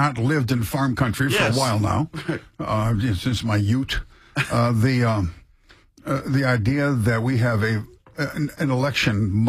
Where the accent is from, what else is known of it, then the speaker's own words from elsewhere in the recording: Chicago, Illinois, United States; I grew up in Chicago